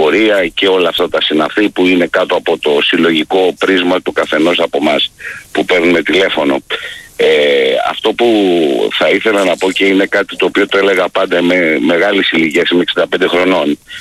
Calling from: Palaio Faliro, Attica, Greece; από το Παλαιό Φάληρο.

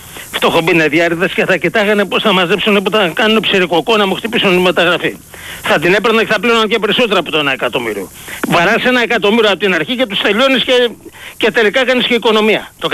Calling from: Piraeus, Attica, Greece; από Πειραιά.

